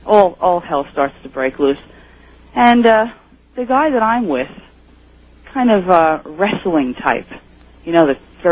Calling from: Woodbridge, New Jersey, United States; from Woodbridge, New Jersey.

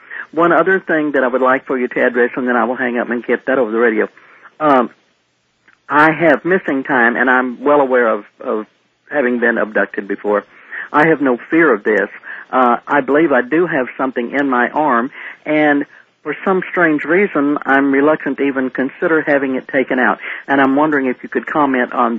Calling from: Texarkana, Texas, United States; I'm calling from Texarkana, Texas.

